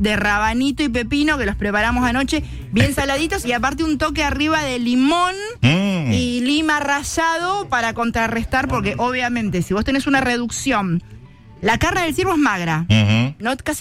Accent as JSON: {"language": "Spanish", "country": "Argentina"}